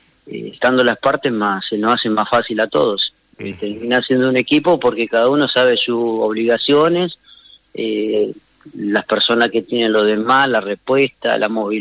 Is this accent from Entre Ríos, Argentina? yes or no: yes; Gualeguaychú, Entre Ríos, Argentina; moved away as an adult; now in Victoria, Argentina; Yo soy oriundo de Gualeguaychú, Entre Ríos.